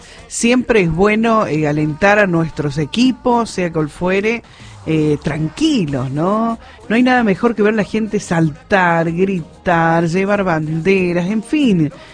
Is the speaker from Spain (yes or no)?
no; Argentina